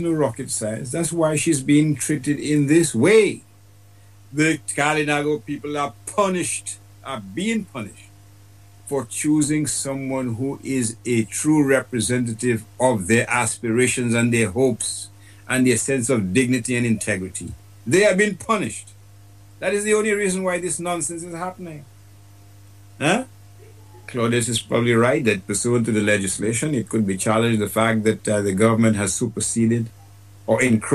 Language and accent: English; Portsmouth, Saint John, Dominica; I grew up in Portsmouth. I spent time in Vacars.